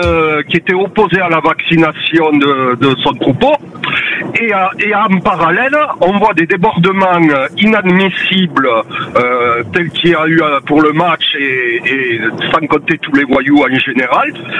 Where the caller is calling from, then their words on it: Occitanie, France; je suis en Ariège